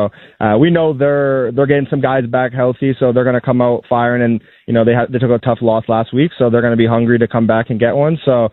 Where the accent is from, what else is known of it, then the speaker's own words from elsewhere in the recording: Canada; You know, I'm a Canadian kid, so I love it when the weather starts to get a little brisk out